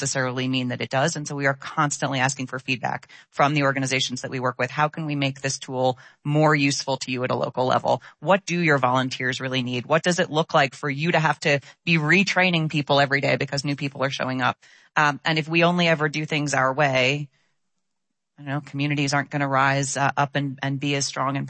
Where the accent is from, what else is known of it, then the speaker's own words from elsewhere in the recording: New York, United States; I'm born and raised in New York.